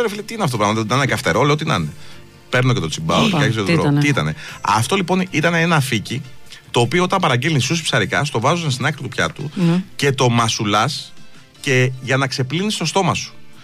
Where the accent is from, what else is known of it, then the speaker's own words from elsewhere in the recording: Aigio, West Greece, Greece; Στο χωριό μου, στο Αίγιο.